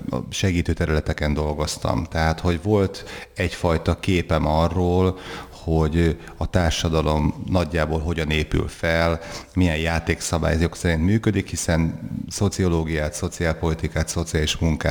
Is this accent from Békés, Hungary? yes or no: yes; Békés, Hungary; falun nőttem föl, Délbékésben, az Alföld pereme